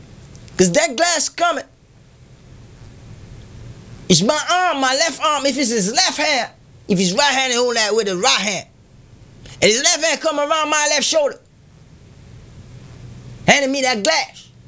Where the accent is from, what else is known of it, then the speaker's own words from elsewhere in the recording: Antigua & Barbuda; contribute to the martial art realm here in Antigua and the Caribbean, you know, because we're West Indian